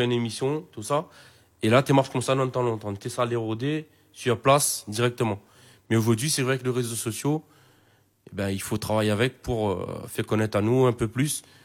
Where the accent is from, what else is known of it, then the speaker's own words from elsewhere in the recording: Réunion; now in France; On est comme un pilier sur la France en tant que Réunionnais.